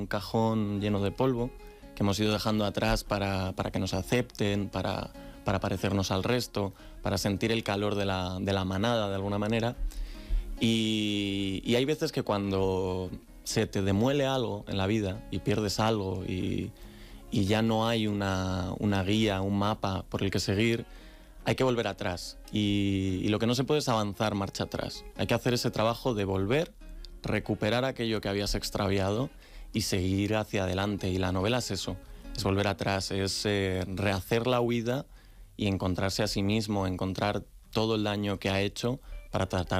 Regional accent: Salamanca, Castile and León, Spain; now in Madrid, Spain; hablo como provinciano, como orgullosamente salmantino

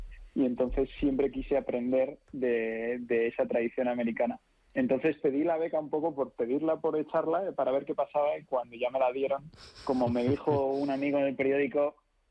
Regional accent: Madrid, Community of Madrid, Spain; moved away as an adult; now in New York, United States; viniendo de una ciudad grande como Madrid, Madrid no es Nueva York, pero es una ciudad grande.

